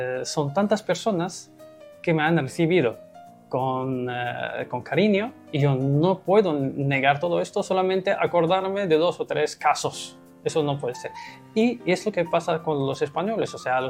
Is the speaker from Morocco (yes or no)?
yes; Morocco; now in Spain; primero, como marroquí, me enorgullece